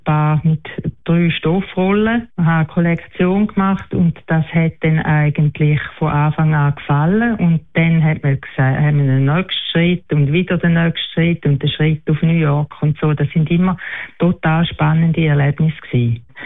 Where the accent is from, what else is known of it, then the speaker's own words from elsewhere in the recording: Dachsen, Zurich, Switzerland; now in Schaffhausen, Switzerland; Ich bin noch nicht in Schaffhausen, ich komme ja von Dachsen, ich bin noch nicht in Schaffhausen ganz angekommen. Ich bin erst 4 Monate